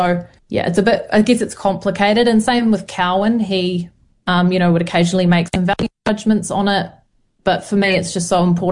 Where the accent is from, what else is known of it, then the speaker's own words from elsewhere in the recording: Canterbury, New Zealand; I think because I grew up in Canterbury, I grew up pretty Pākehā.